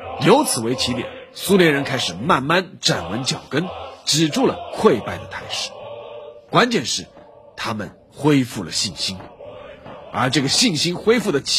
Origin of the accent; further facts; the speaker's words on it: China; 我们中国人